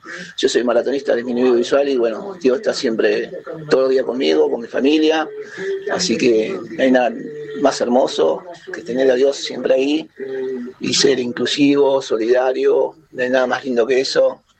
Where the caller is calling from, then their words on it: Cañuelas, Buenos Aires Province, Argentina; de Cañuelas